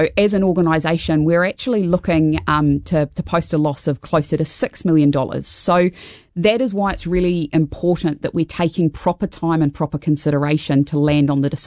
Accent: New Zealand; as a New Zealander

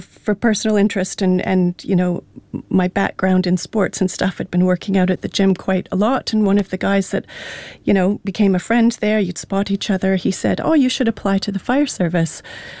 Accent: Canada; moved away as an adult; now in New Zealand; I moved to New Zealand about 13 years ago. I'm Indigenous Canadian, Sahwetmuk is my iwi

